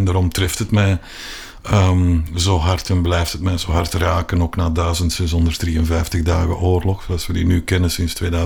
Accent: Mortsel, Flanders, Belgium; moved away; ik kom uit Mortsel, Boeghout

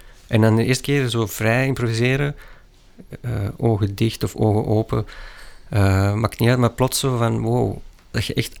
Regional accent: Flanders, Belgium; moved away as an adult; also born or lived in Brooklyn, New York

